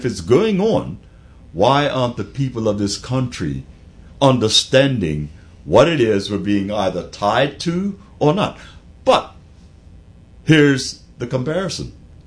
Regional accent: Bermuda; We have Bermuda status, every last one of us.

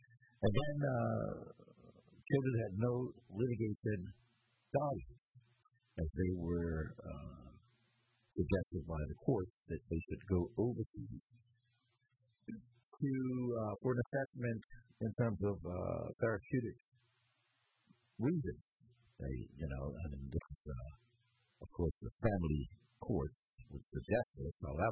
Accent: Bermuda

